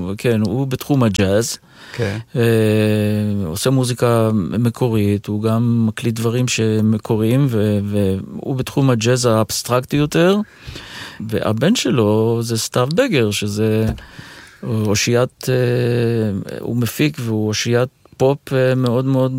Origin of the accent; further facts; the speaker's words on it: Istanbul, Turkey; moved away; זכרתי את הבית שגדלתי בו, זכרתי את הבית ספר שלמדתי, אפילו זכרתי את החנות של אבא שלי בשוק המסחרי בלב איסטנבול